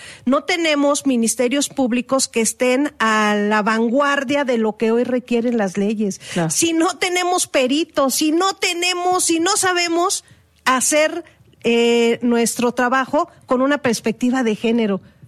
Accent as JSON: {"language": "Spanish", "country": "Mexico", "said": "en todos somos mexicanas, mujeres, y es el feminicidio aquí y en Baja California"}